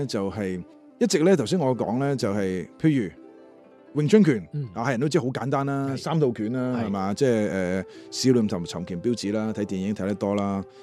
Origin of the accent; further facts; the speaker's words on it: Macau; 我本身係雖然澳門人啫